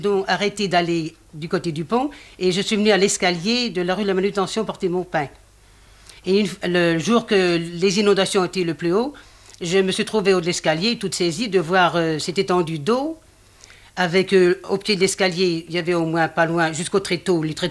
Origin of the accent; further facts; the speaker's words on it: Brittany, France; j'ai vu la mer chez nous en Bretagne, puisque je suis bretonne